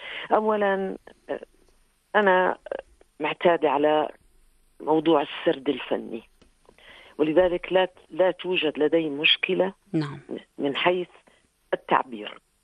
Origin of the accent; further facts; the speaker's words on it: Al-Husn, Irbid Governorate, Jordan; وهي في الواقع بلدتي